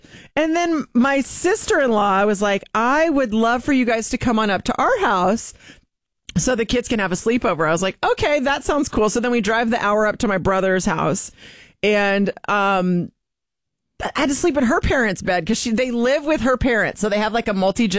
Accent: Kansas City, Missouri, United States; So I went back to Kansas City, my hometown, so stayed with family.

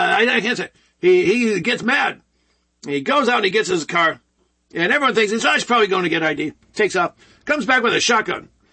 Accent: Michigan, United States; my home state of Michigan

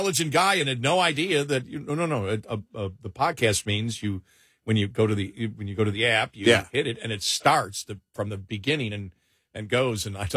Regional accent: Buffalo, New York, United States; I'm from Buffalo, so I never trust any of my teams going to do good luck.

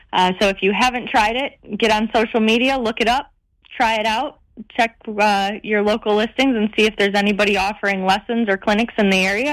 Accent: Fenton, Michigan, United States; Yeah, I'm from Fenton.

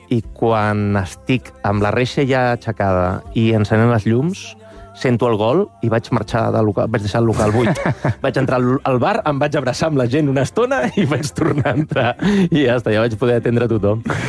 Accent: Manresa, Catalonia, Spain; He treballat molt a Manresa, en el món de l'hostaleria, que jo sóc de Manresa.

